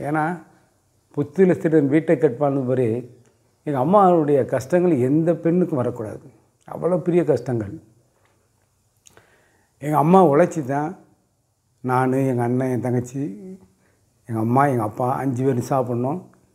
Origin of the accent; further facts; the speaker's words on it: Tamil Nadu, India; ஒரு சின்ன கிராமம், தாமிரபரணி ஆற்று ஓரத்தில் இருக்குது. நல்ல விவசாயம் செய்யக்கூடிய இடம். அங்கே தான் நான் பிறந்து வளர்ந்தது.